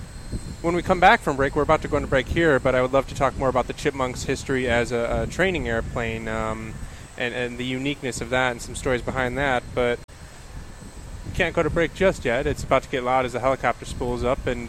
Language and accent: English; Chicago, Illinois, United States; growing up in the Chicago area